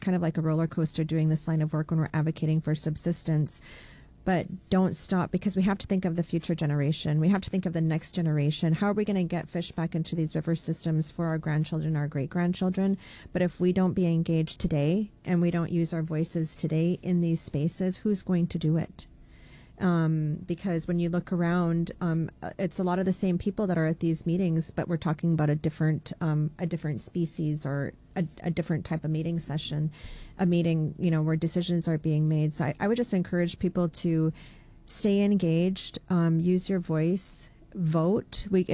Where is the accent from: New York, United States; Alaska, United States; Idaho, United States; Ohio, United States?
Alaska, United States; Bristol Bay; I'm from Bristol Bay